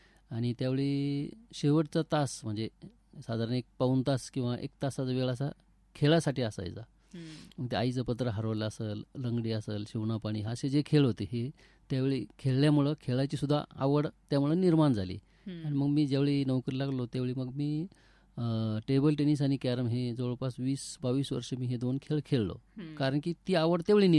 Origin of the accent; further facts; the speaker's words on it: Bhingar, Maharashtra, India; माझं बालपण भिंगारमध्ये गेलं आणि अत्यंत छानशा वातावरणामध्ये गेलं. मंदिर, राम मंदिर, विठ्ठल मंदिर, अशा ह्या वातावरणामध्ये भजनाचे स्वर ऐकू यायचे